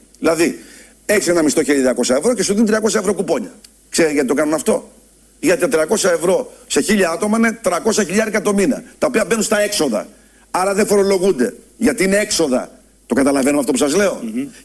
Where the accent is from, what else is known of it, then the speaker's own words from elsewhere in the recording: Macedonia, Greece; Πρόδωσε τη Μακεδονία, σας λέω. Mm. Πρόδωσε την πατρίδα μου.